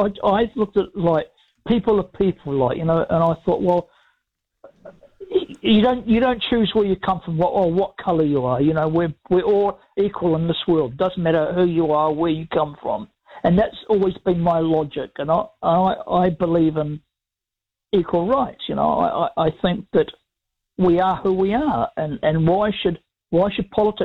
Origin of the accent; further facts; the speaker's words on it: Western Springs, Auckland, New Zealand; I grew up in Western Springs and I was 31 at that age. And I remember standing on my parents' deck watching the plane going around in circles over Western Springs, over Sandringham